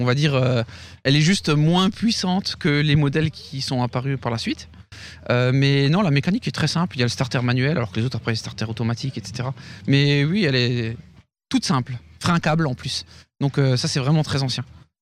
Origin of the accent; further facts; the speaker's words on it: Grand Est, France; Alors non, je suis de Moselle.